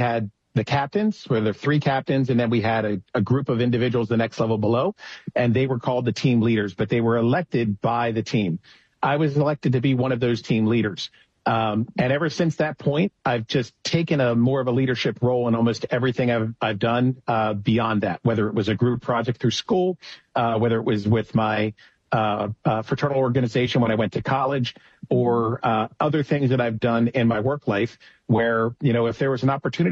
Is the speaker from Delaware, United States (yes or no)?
yes; Wilmington, Delaware, United States; born or raised there; also born or lived in Pennsylvania